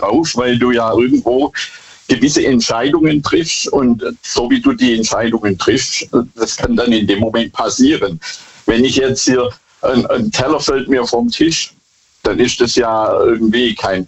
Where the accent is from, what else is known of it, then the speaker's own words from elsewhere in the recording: Bad Boll, Baden-Württemberg, Germany; ich komme aus Bad Boll.